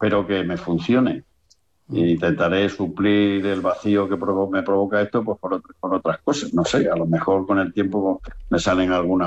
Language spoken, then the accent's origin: Spanish; Cáceres, Extremadura, Spain; moved away as an adult; now in Miguelturra, Spain; voy a seguir viviendo aquí en el pueblo, aunque yo soy de Cáceres y tengo una casa en un pueblo de Cáceres que se llama Casa Tejada